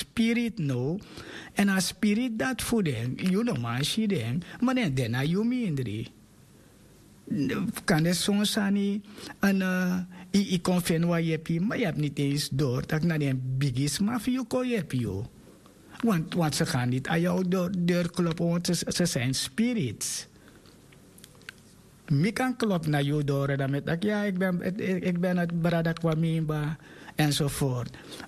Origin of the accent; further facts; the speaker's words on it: Suriname; born there; Ik ben een Surinaamse Afrikaan. Ik ben geboren in Suriname.